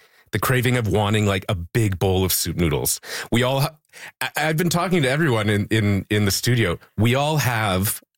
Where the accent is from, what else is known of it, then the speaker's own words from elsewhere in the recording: Vancouver, British Columbia, Canada; now in Montreal, Canada; I'm originally from Vancouver, and back in Vancouver, I gorged on Chinese style noodles, wonton noodles, braised brisket noodles.